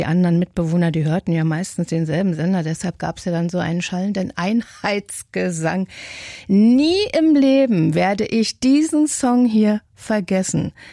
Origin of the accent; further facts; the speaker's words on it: East Germany, Germany; Was anderes gab's ja, wo ich herkomme, nicht? Im äußersten Osten.